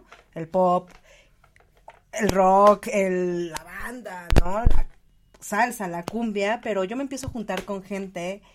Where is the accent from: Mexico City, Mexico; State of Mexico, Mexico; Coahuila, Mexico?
State of Mexico, Mexico; Ecatepec; vengo de... Bueno, sí, yo nací, crecí en Ecatepec